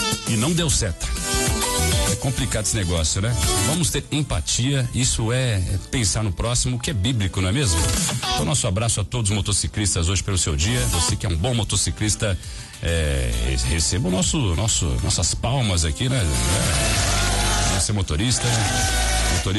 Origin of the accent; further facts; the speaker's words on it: São Bernardo do Campo, São Paulo, Brazil; A Antonilza, que tá em São Bernardo, minha terra, legal.